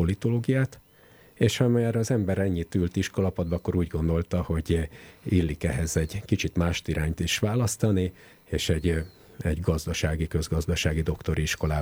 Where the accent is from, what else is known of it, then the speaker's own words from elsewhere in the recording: Hegykő, Győr-Moson-Sopron, Hungary; moved away as an adult; also born or lived in Nyíregyháza; én beleszülettem Észak-Nyugat-Magyarországon, Sopron mellett egy pici faluban, egy katolikus közösségbe, ez a kicsi falu Hegykő